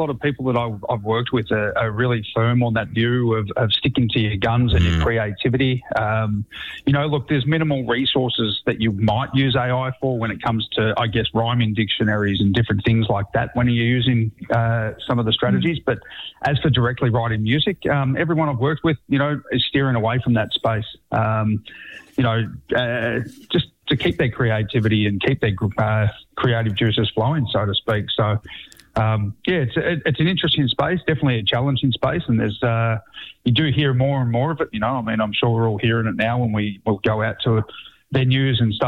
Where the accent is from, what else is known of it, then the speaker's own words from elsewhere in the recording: New South Wales, Australia; now in Queensland, Australia; I grew up in New South Wales. So I live in Queensland now, so it's all right.